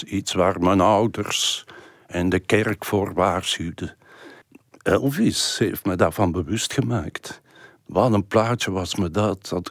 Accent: Turnhout, Flemish Region, Belgium; Ik was 12 jaar en bij ons thuis in Turnhout kwam er elk jaar een kermis in de straat.

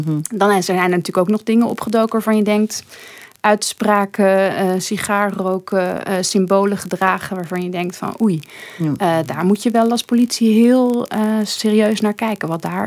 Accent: Netherlands; Zeker voor mij als Nederlandse. Bij ons hebben politieagenten minstens 3 jaar opleiding.

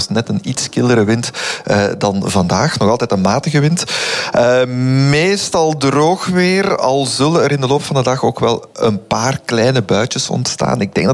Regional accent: Flemish Brabant, Belgium; Nu, ik ben van Vlaams-Brabant, ça va nog wel.

